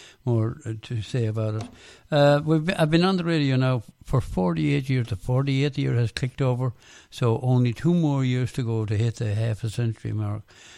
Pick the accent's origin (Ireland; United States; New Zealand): Ireland; moved away; Most of this music was what I grew up with in Ireland, and as you know, I'm not a young chick anymore, a young chap